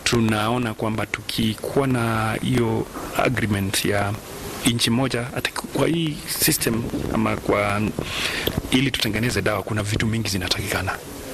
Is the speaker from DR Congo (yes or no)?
no; Kenya; Mimi kama Mkenya utahitaji visa kama 10 ama 20 uende kwa nchi nyingine